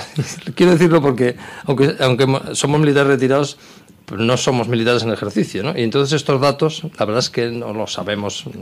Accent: Navarre, Spain; yo soy navarro, vasco-navarro

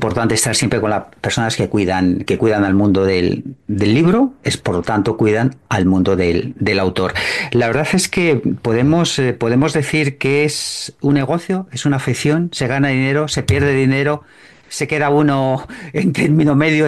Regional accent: Madrid, Community of Madrid, Spain; born there; yo que nací en Chamberí

